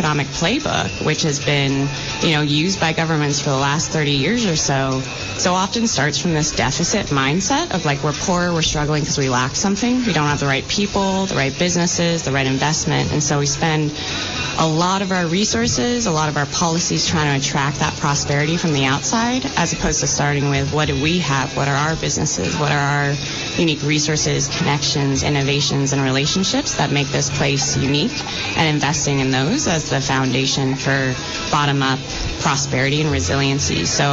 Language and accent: English; Vermont, United States; growing up in Vermont and having Bernie Sanders as, you know, an independent.